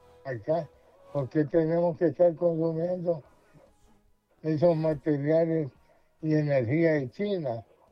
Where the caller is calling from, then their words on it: Honduras; Desde Durazno